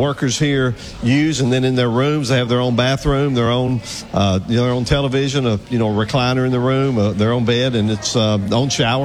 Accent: Magnolia, Arkansas, United States; In my hometown of Magnolia

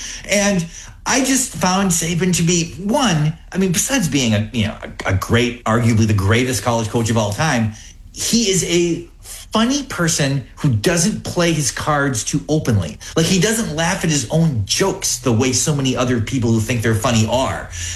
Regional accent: North Dakota, United States; I grew up in North Dakota

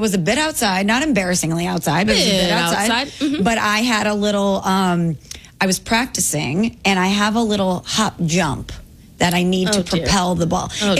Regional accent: St. Louis, Missouri, United States; born there; moved away; I was in St. Louis for a week. I had the honor of throwing out the first pitch for the St. Louis Cardinals, my hometown franchise that I grew up loving

